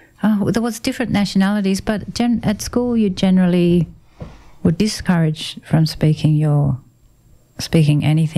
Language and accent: English; Canberra, Australian Capital Territory, Australia; moved away; also born or lived in Adelaide, Australia / Sydney, Australia / Queensland, Australia; we had a rent house for 6 months, and then we moved into the house where we grew up in Cook, went to primary school and did all our education in Canberra